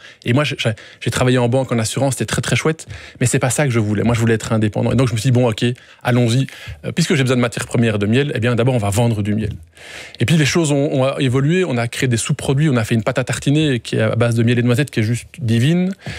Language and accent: French; Fernelmont, Wallonia, Belgium; moi j'ai une petite section dans la région de Fernelmont, là d'où je viens